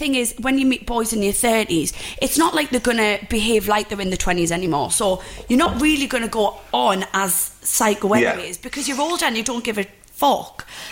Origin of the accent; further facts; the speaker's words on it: North East England, United Kingdom; We're Geordie girls and we are renowned for being, like, a bit cray-cray.